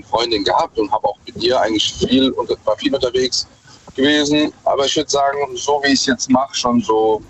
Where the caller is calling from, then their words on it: Mannheim, Baden-Württemberg, Germany; Aus Mannheim.